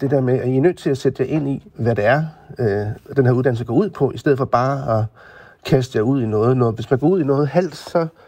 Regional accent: Jutland, Denmark; Jeg kommer fra Jylland, jeg vil gerne læse i København.

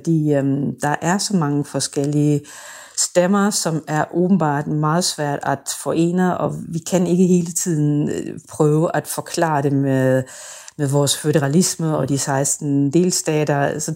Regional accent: Germany; vi som tysker

